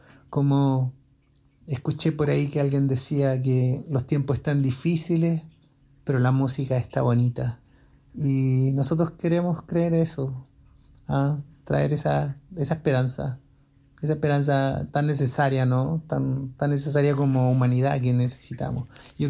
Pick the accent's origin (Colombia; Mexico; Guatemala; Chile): Chile; Nosotros, que somos de un país que está en un rincón del mundo, somos del Cono Sur, está la cordillera, el mar, tenemos nuestra visión particular.